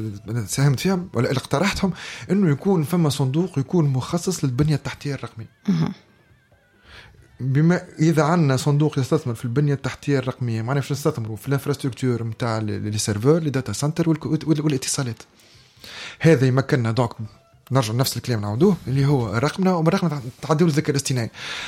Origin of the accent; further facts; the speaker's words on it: Tunisia; كمواطن تونسي